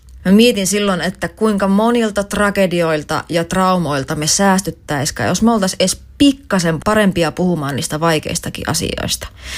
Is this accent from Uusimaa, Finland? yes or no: no; Kemijärvi, Lapland, Finland; minä tuun Itä-Lapista Kemijärveltä ja minä teen musaa.